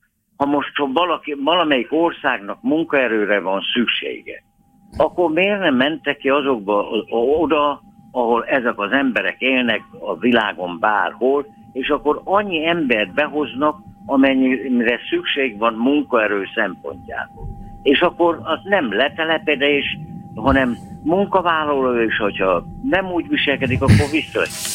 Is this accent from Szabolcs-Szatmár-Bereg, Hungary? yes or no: yes; Szabolcs-Szatmár-Bereg, Hungary; born there; egy nyíregyháza melletti faluban laktunk, illetve apám, hát én akkor még nem születtem meg